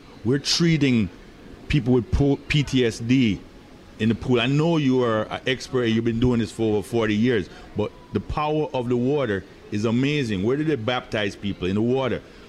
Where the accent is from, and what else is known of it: Jamaica; now in Miami, United States